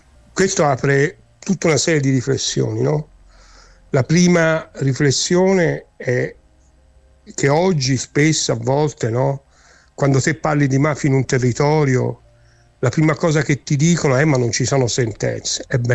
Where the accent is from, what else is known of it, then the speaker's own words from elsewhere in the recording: Catania, Sicily, Italy; Catania, che è tra l'altro la mia città natale